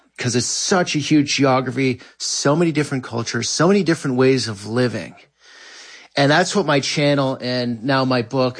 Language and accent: English; Vermont, United States; started right after high school growing up in Vermont.